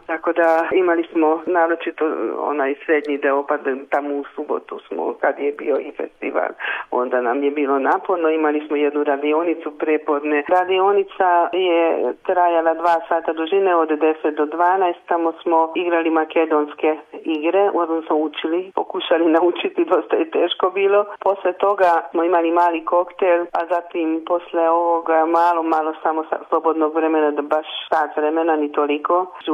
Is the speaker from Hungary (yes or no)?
yes; Hungary; jedino mi smo bili iz Mađarske, dakle nije bila van zemlje nikakva grupa, jedino mi smo bili pozvani